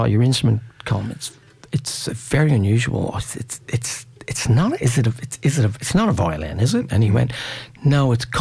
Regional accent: Ireland; I think as an Irishman, I think it's just our birthright.

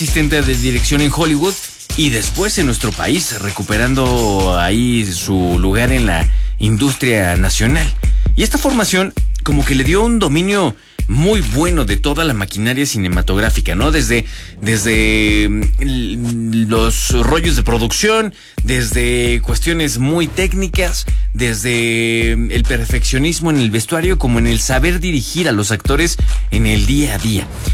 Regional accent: Mexico

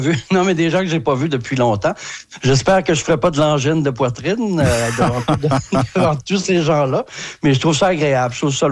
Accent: Quebec, Canada; on dit toujours qu'on vient de Saguenay-Lac-Saint-Jean.

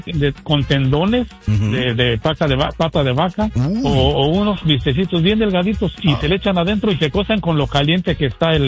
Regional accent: Guanajuato, Mexico; Yo soy de Guanajuato, pegado con Jalisco.

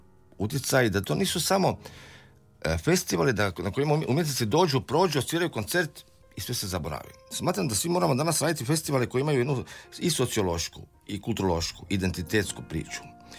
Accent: Zadar, Zadar County, Croatia; moved away; Ja sam inače rođen u Zadru, odrastao sam u Zadru i život me donio da sam počeo predavati klavir davno u Petrinji.

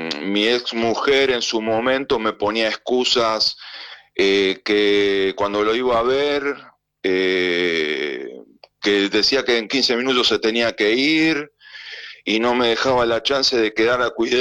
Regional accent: Lanús, Buenos Aires Province, Argentina; porque yo tengo pensado mudarme a Lanús, porque yo viví y me crié en Lanús.

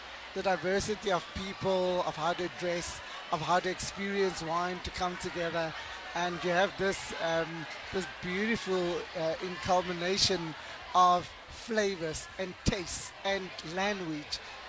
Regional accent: South Africa; as South African producers

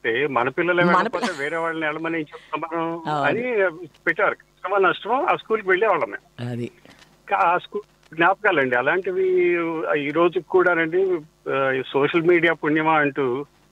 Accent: Maharashtra, India; మా వాడలో 10 ఫ్యామిలీలో మేము ఒక్కడే సౌత్ ఇండియన్స్ అండి ఒక్కడే సౌత్ ఇండియన్ మిగతా అందరూ మహారాష్ట్రియన్స్ ఇప్పుడు నేను పెరిగిందంతా కూడా ఏంటి ఆ మహారాష్ట్ర దాంట్లో ఎన్వైరన్మెంట్ లో పెరగటం వల్ల

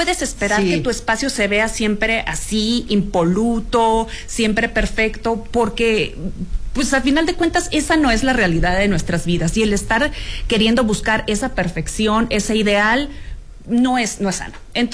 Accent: Sonora, Mexico; Norteña, a final, okay, de cuentas, norteña. Ajá. Soy de Sonora.

